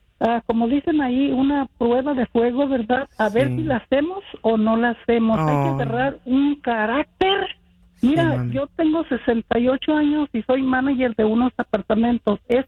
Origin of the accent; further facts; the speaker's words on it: Ameca, Jalisco, Mexico; born there; moved away; yo nací en Jalisco, en el medio de Jalisco, en Ameca, Jalisco.